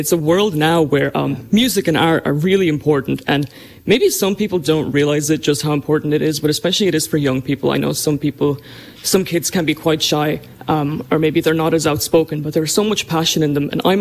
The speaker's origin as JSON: {"language": "English", "country": "Ireland", "tie": "born or raised there", "said": "Yeah, my family's from Poland, but I grew up in Ireland, so I feel very connected with the culture here and with the people in the town."}